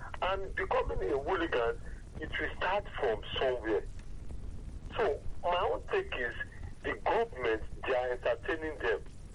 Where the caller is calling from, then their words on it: Ikorodu, Lagos, Nigeria; I'm calling from Ikorodu North.